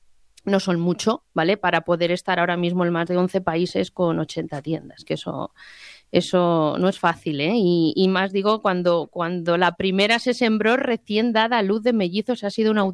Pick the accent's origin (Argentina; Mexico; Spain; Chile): Spain; Toledo, Castilla-La Mancha; efectivamente nacimos en Toledo